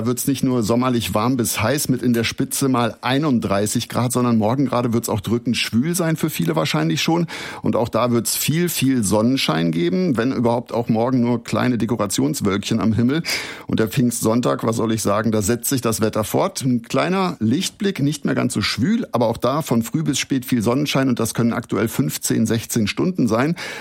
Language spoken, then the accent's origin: German; Heiden, North Rhine-Westphalia, Germany; Und auch das Freibad meiner Kindheit in Heiden im Westmünsterland.